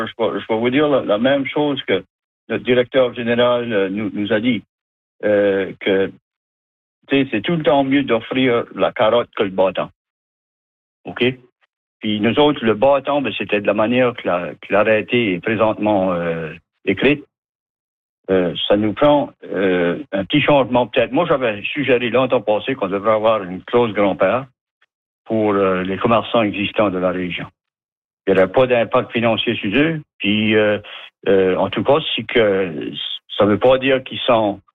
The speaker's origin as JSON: {"language": "French", "country": "Canada"}